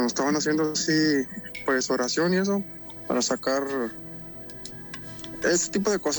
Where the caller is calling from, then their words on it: Tamaulipas, Mexico; De acá, Tamaulipas.